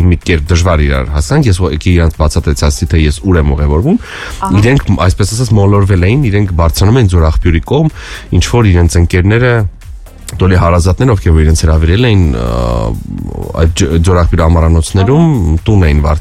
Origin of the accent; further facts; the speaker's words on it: Yerevan, Armenia; միգուցե որ այստեղ ծնվել մեծացել ենք դրանից, հա